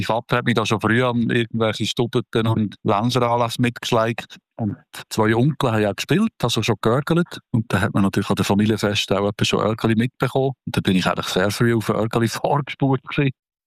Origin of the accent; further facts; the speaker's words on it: Basel-Landschaft, Switzerland; Pflanzfetz war ja damals auch schon ein Thema im Waldenburgertal, wo ich aufgewachsen bin.